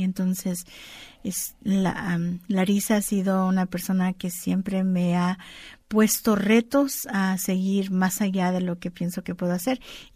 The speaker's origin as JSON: {"language": "Spanish", "region": "California", "country": "United States", "tie": "born there", "said": "Muy diferente a esa identidad que tenemos nosotras como chicanas aquí en California, pero para mí es una hermana. Los tejanos son mis hermanos porque somos nacidos aquí."}